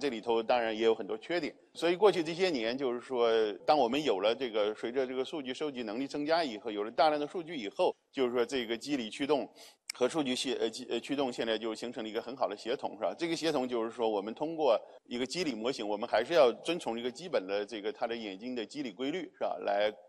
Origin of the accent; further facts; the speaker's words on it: China; 我们中国人